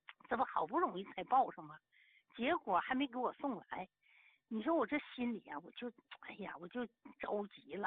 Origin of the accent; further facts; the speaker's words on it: Zhaoyuan, Heilongjiang, China; now in Guangxi, China; 我老家我是东北，我是黑龙江皂源县的。